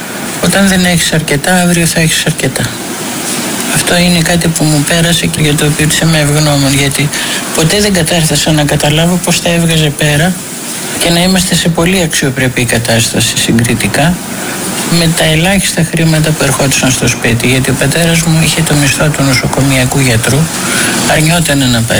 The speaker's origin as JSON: {"language": "Greek", "country": "Greece", "tie": "born or raised there", "said": "μέναμε στο κέντρο. Εγώ γεννήθηκα στην Αγίου Κωνσταντίνου"}